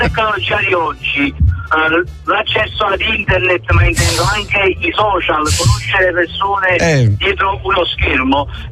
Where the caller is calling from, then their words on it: Villaricca, Campania, Italy; da Villa Ricca.